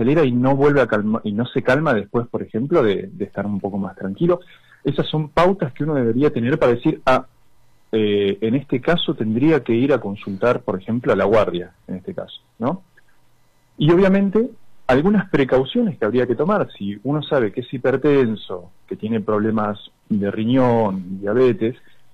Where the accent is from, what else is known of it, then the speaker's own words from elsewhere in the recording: Argentina; vamos a vivirlo como argentinos que somos.